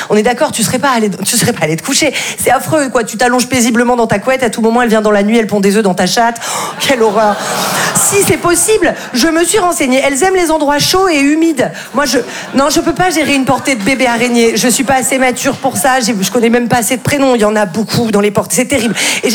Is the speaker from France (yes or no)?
yes; Val-de-Blore, Provence-Alpes-Côte d'Azur, France; Alors après, c'est vrai que là d'où je viens, c'était assez compliqué les trajets en ambulance, parce que moi je viens d'un tout petit village qui s'appelle Val-de-Blore.